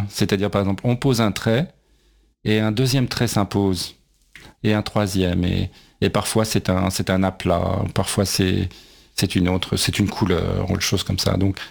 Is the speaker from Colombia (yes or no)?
no; Algeria; born there; also born or lived in Chicago, United States; En réalité, je suis né en Algérie, et quand j'étais gamin, en fait, même avant de savoir qu'est-ce que c'était que d'être chez soi